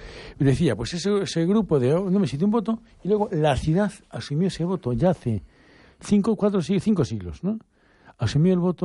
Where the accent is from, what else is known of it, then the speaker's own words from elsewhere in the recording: A Coruña, Galicia, Spain; como buen coruñés, o al menos como coruñés